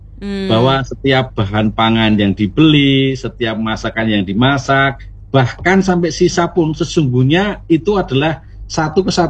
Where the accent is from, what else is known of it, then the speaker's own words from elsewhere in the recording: Bantul, Special Region of Yogyakarta, Indonesia; Karena saya orang Bantul